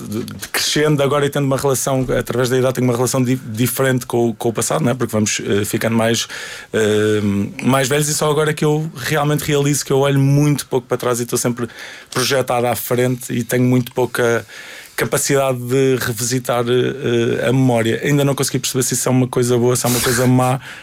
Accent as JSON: {"language": "Portuguese", "country": "Portugal", "tie": "born there", "said": "eu nasci em Portugal, nasci numa fase de maior acalmia financeira"}